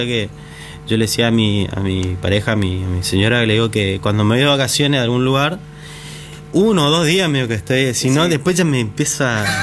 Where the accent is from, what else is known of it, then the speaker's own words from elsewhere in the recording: Corrientes, Argentina; venimos de Corrientes, la cuna de San Martín